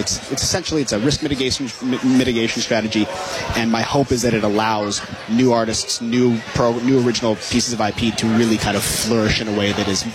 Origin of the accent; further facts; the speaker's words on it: Vancouver, British Columbia, Canada; When I grew up in Canada, I'm from Vancouver, Canada.